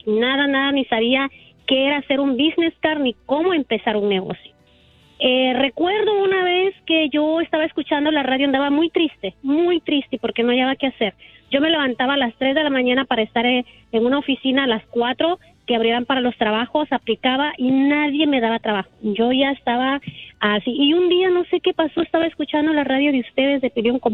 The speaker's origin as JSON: {"language": "Spanish", "town": "Puerto de La Libertad", "region": "La Libertad", "country": "El Salvador", "said": "soy originaria de El Salvador, Puerto de la Libertad, y mi negocio es un salón de belleza."}